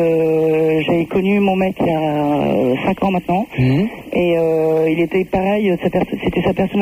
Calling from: Paris, Île-de-France, France; Ouais, je suis de Paris.

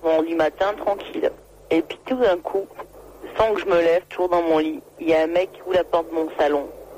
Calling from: Bordeaux, Nouvelle-Aquitaine, France; J'ai 22 ans, j'appelle de Bordeaux.

